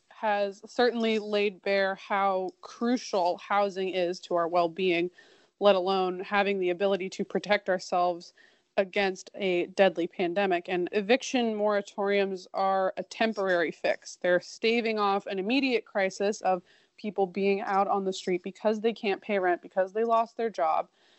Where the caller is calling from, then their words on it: Portland, Oregon, United States; And at least I'm calling you from Portland, Oregon right now.